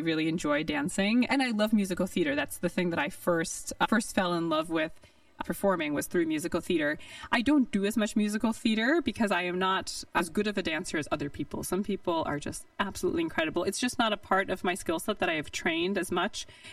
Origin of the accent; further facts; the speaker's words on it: New York, United States; now in Modesto, United States; especially growing up in New York